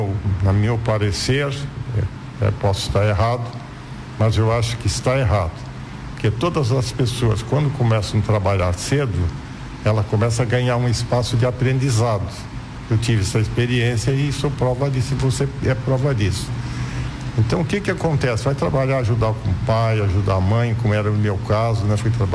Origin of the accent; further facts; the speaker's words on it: Gravatal, Santa Catarina, Brazil; born there; Eu poderia dizer, nasci em Tubarão, porque eu digo, não, mas eu nasci em Gravatal, que é onde eu era o local hoje, até é Gravatal. Mas eu vim para cá com 13 anos aí, quer dizer.